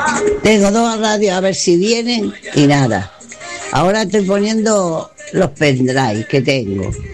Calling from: Santa Cruz de Tenerife, Canary Islands, Spain; aquí en Santa Cruz

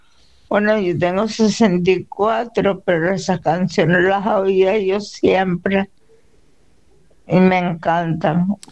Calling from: Tacoronte, Canary Islands, Spain; de Tacoronte.

